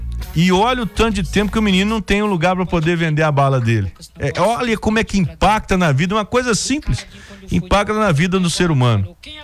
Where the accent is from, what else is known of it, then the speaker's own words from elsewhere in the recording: Ponte Nova, Minas Gerais, Brazil; born there; Nasci em Ponte Nova. Fui criado lá no Morro do Sapé.